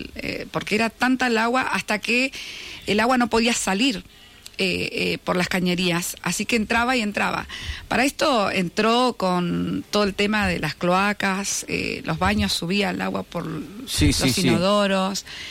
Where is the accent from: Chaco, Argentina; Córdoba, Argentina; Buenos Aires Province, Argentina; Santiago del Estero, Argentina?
Buenos Aires Province, Argentina; Bahía Blanca; soy de Bahía Blanca.